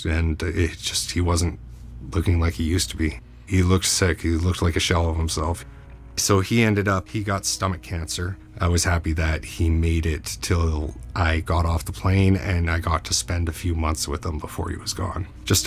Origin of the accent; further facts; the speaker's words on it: Burnaby, British Columbia, Canada; I grew up in Burnaby, BC, outside of New Westminster. It's near Vancouver. It's all the same area.